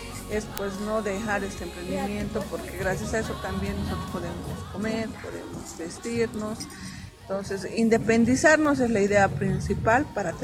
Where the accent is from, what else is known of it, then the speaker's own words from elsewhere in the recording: Potosí, Bolivia; moved away; somos varias que somos de Potosí